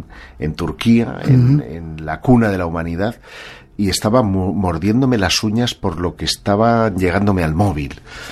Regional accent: Terrassa, Catalonia, Spain; Mi ciudad natal.

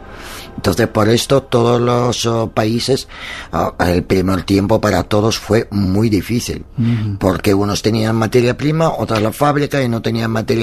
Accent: Dnipro, Dnipropetrovsk Oblast, Ukraine; now in Spain; en Ucrania. A ver, yo nací en la Unión Soviética, pero realmente en la República de Ucrania. Y mi pueblo se llama Dniepropetrovsk.

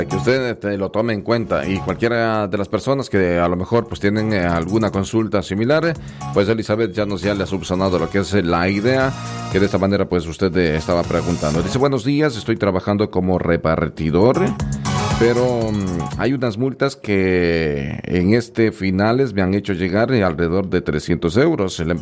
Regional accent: Ecuador; Su hijo tiene 27 años, pero lo que pasa es que él se encuentra en Argentina y nosotros somos ecuatorianos.

